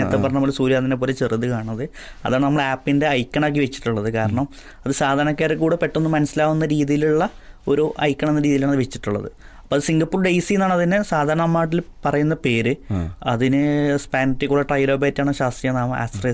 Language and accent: Malayalam; Mampad, Kerala, India; ഞാൻ ജനിച്ചത് മലപ്പുറം ജില്ലയിലെ നിലമ്പൂരടുത്ത് മമ്പാട് പന്തലിംഗ് എന്ന് പറഞ്ഞ സ്വദേശത്താണ്.